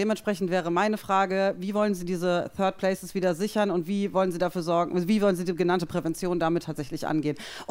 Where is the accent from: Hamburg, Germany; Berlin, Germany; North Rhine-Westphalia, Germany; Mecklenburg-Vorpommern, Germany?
Berlin, Germany; Weißensee; ich komme aus Weißensee.